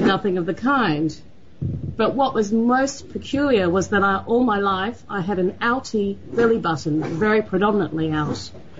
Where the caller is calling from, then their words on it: Sydney, New South Wales, Australia; I'm calling from Sydney, Australia.